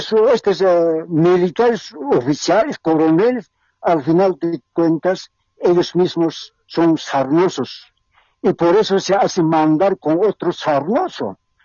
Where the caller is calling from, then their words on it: Cochabamba, Bolivia; Estoy llamando de Cochabamba.